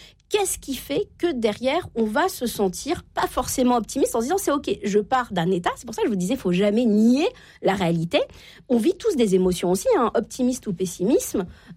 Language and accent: French; Normandy, France; Je viens de la Normandie, Uber Eats n'est pas arrivé partout en France.